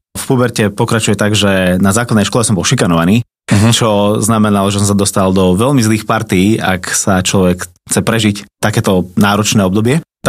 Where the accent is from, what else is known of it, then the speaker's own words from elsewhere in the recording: Trnava, Trnava Region, Slovakia; Tak ja som z Trnavy a tam pochádzam asi takej úplne že klasickej trnavskej rodiny, katolíci od malička.